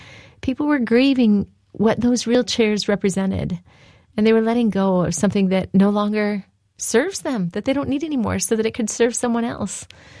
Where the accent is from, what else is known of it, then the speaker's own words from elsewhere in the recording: California, United States; I grew up in SoCal, not too far from the beach.